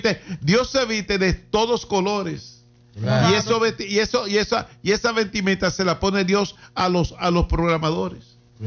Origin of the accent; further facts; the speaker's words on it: La Vega, Dominican Republic; Pues yo soy de La Vega.